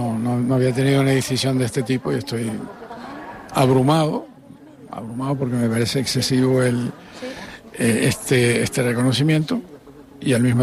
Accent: Canary Islands, Spain; Jamás mi tierra se ha quedado en el olvido para mí, jamás.

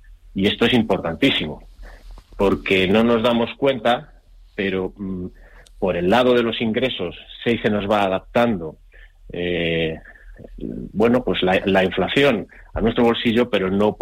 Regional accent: Madrid, Community of Madrid, Spain; En Madrid, por ejemplo, yo soy de Madrid

